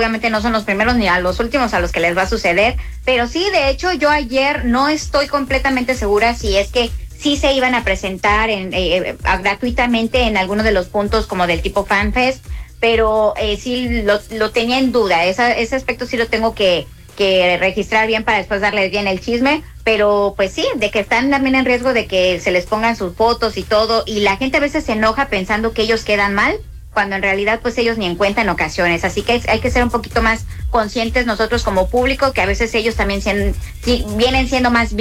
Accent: Mexico; que somos chidos los mexicanos

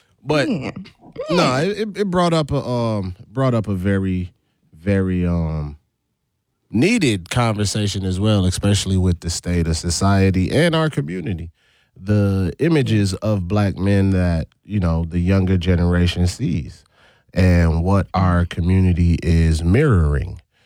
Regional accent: U.S. Virgin Islands; now in St. Louis, United States; You know, I came from the Virgin Islands and went to John Burroughs in 98. Things was very different.

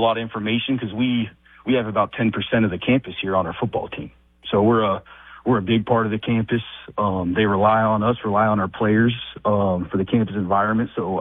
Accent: Morgantown, West Virginia, United States; And there's a bunch of guys that I grew up with in Morgantown

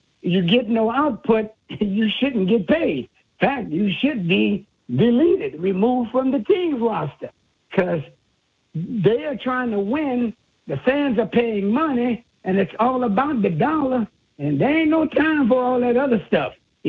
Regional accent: Louisiana, United States; I'm from Louisiana.

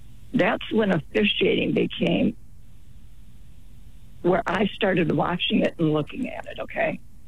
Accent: Florida, United States; also born or lived in Michigan; now, I'm from Florida. Prior to that, Michigan.

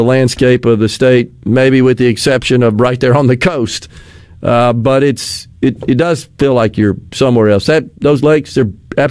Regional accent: Jackson, Mississippi, United States; growing up in West Jackson. Didn't live far from where the zoo is located in Jackson

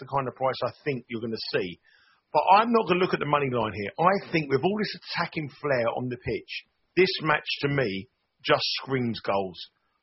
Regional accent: England, United Kingdom; I'm an Englishman.

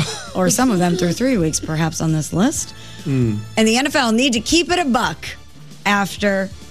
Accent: Chicago, Illinois, United States; I'm from the Loop, and I'm proud.

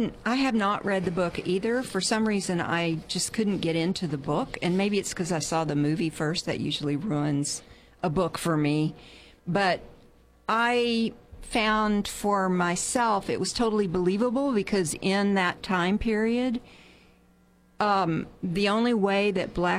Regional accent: the South, United States; I grew up in the South.

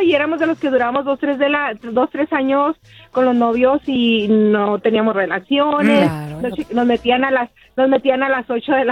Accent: Chihuahua, Mexico; Yo soy de Chihuahua.

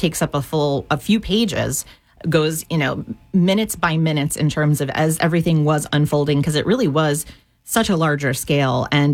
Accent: Union County, New Jersey, United States; but I grew up in Union County, which is a lot closer

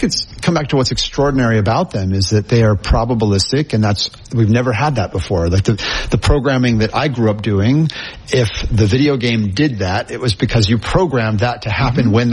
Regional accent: Indiana, United States; I'm a skateboarder from Indiana.

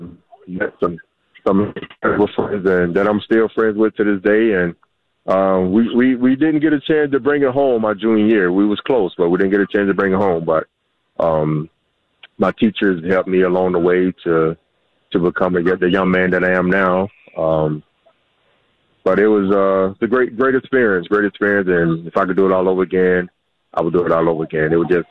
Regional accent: Scottdale, Georgia, United States; And I grew up in Scottsdale, Georgia, which, you know, Clarkson was like pretty much right up the street from Scottsdale.

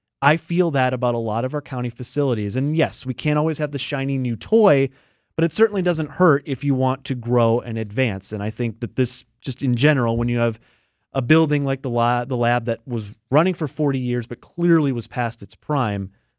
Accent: Fond du Lac, Wisconsin, United States; I grew up in Fond du Lac, and there's a lot of old government buildings

